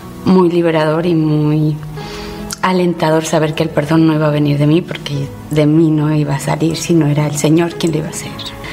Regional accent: Mexico; soy originaria de México.

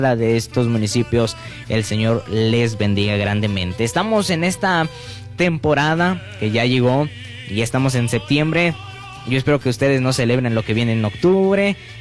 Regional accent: Mexico; de aquí surge la independencia para que hoy gocemos cada uno de nosotros como mexicanos la libertad

